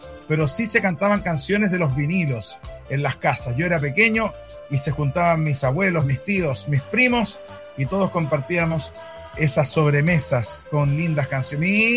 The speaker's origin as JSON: {"language": "Spanish", "region": "Valparaíso", "country": "Chile", "said": "Soy porteño, pero estoy trabajando acá en Algarrobo, viajo todos los días."}